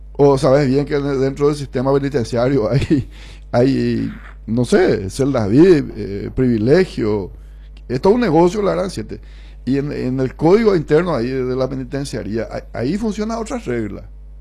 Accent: Paraguay; yo te digo como paraguayo.

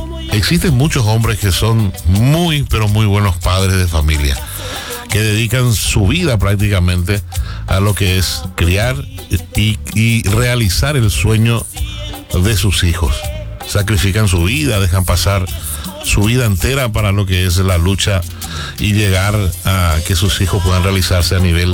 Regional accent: Paraguay; Paraguay siempre saca esa garra guerrera que nos identifica a nosotros como paraguayos

